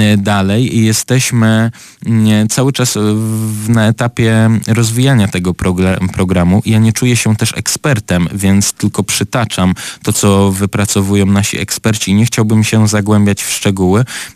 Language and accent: Polish; Opole Voivodeship, Poland; u nas na Opolszczyźnie